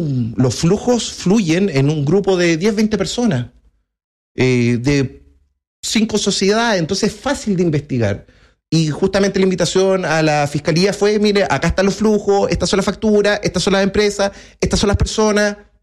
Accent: Antofagasta, Chile; Yo soy de Antofagasta.

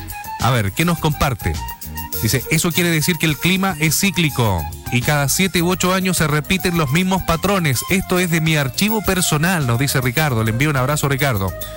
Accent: Chile

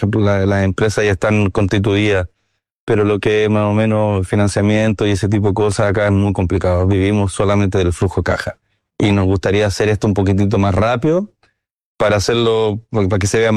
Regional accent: Chile; moved away as an adult; now in Shanghai, China; Somos pro Chile. Yo soy bien nacionalista. A mí me toca Chile. Y no vivo en Chile hace 12 años.

